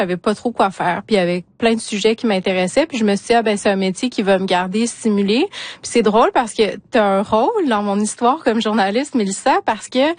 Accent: Quebec City, Quebec, Canada; j'ai grandi à Québec, donc hors communauté

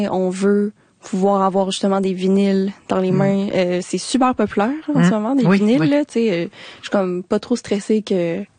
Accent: Quebec City, Quebec, Canada; now in Montreal, Canada; je viens de Québec.

